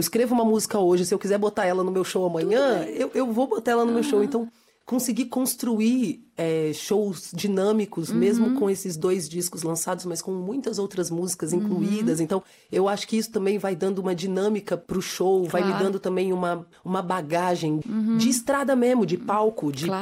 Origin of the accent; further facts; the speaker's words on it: Minas Gerais, Brazil; eu sou mineira, né?